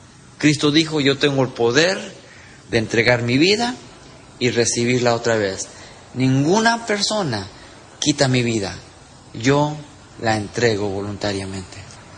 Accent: Mexico City, Mexico; born there; yo era católico toda mi vida. Yo nací en México, Distrito Federal. Y toda mi familia es católica y ha sido católica. Y yo también fui católico por 24 años.

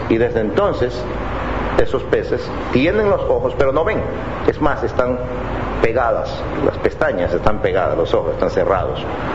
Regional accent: United States; Spanish is a second language; moved away; yo soy gringo, yo tengo una excusa.

